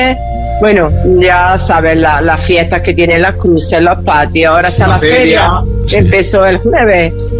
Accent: Córdoba, Andalusia, Spain; accent: seseo (Cordoban); soy cordobesa, de la piedra.

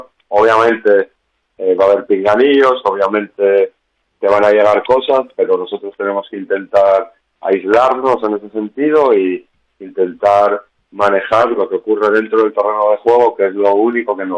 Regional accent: Santander, Cantabria, Spain; Yo soy del Racing de Santander, porque bueno, soy de ahí.

